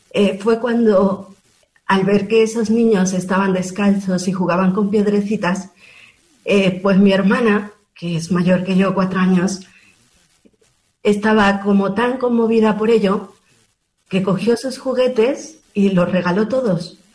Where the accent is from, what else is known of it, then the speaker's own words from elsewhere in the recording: Mexico; nosotros, como bien comentaste, somos mexicanos